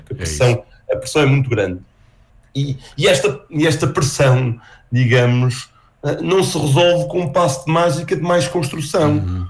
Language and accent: Portuguese; Portugal; Nós nascemos em Portugal